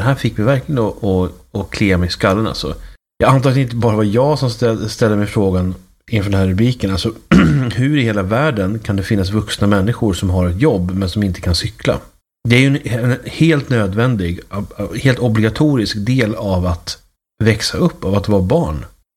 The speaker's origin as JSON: {"language": "Swedish", "town": "Uppsala", "region": "Uppsala County", "country": "Sweden", "said": "jag kommer från Uppsala"}